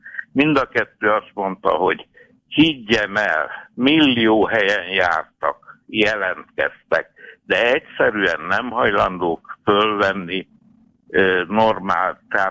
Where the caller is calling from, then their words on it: Budapest, Hungary; Budapestről vagyok.